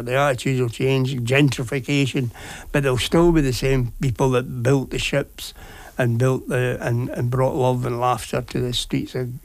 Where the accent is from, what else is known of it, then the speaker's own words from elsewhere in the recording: Scotland, United Kingdom; now in Govan, Glasgow, United Kingdom; I'm from Ayrshire, so living in Govan for a start is great.